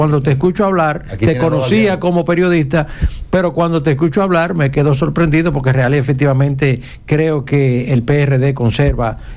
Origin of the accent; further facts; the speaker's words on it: Santo Domingo Norte, Santo Domingo, Dominican Republic; yo también soy de Santo Domingo Norte.